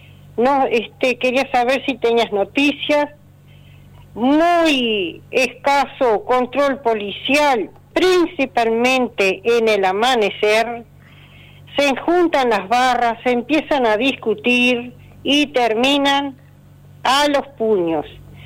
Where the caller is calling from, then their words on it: Uruguay; Una vecina de acá de Plaza Independencia.